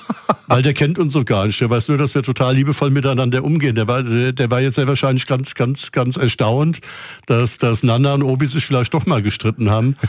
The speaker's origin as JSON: {"language": "German", "town": "Reichenbach", "region": "Bern", "country": "Switzerland", "said": "Ich komme übrigens aus Reichenbach, Kanton Bern. Ne? Also ich bin Schweizer"}